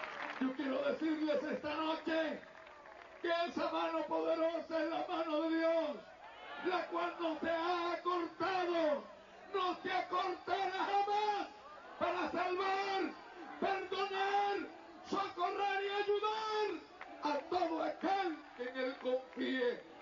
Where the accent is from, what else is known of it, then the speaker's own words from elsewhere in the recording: Altagracia de Orituco, Guárico, Venezuela; A la edad de 14 años, en mi pueblo natal, la ciudad de Altagracia de Olinduco, en el estado Guárico